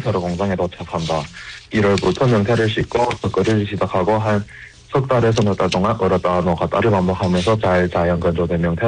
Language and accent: Korean; Yanbian, Jilin, China; 연변팀은 또 유일한 우리 고향 축구팀이고